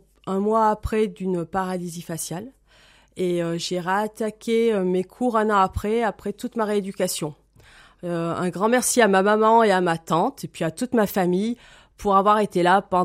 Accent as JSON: {"language": "French", "town": "Sainte-Sigolène", "region": "Auvergne-Rhône-Alpes", "country": "France", "tie": "born or raised there", "said": "moi, je suis originaire de la Haute-Loire depuis que je suis toute petite. J'habitais à Sainte-Sigolène."}